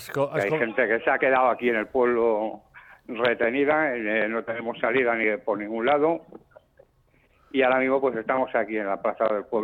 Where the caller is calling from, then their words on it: Madrid, Community of Madrid, Spain; porque yo soy de Madrid